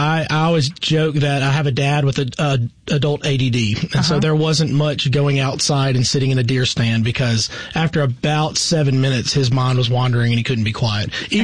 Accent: Clinton, Mississippi, United States; I'm from Clinton, Mississippi. Born and raised, graduated there.

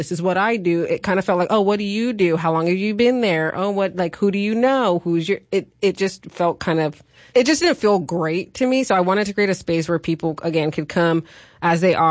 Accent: California, United States; You know, I've always said I grew up in California.

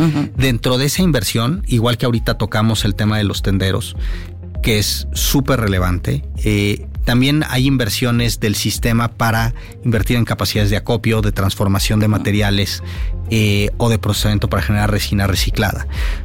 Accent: Mexico

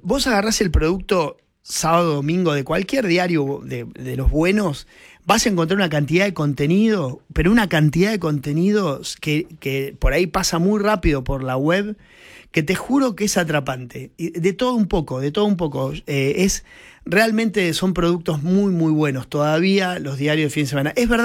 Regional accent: La Pampa, Argentina; yo soy de La Pampa, de una familia de clase media y demás, y como que siempre crecí pensando en que iba a ser periodista

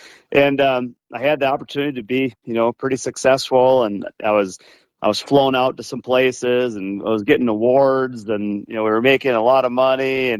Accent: Rochester, Minnesota, United States; I had bought a lot up here on Rainy Lake, and I was from Rochester again. I didn't know anybody up here.

